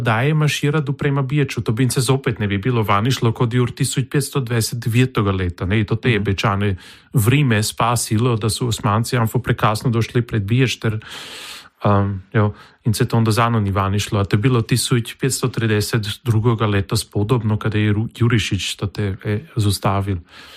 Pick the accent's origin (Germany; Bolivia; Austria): Austria; Burgenland; ich bin Burgenländer